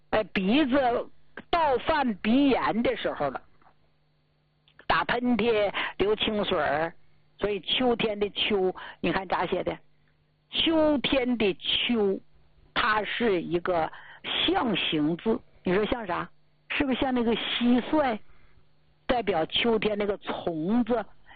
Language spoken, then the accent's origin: Chinese; Northeast China, China; 土生土长的东北人，你像我现在我就愿意在东北待着，这北京还将就，你再往南一点我受不了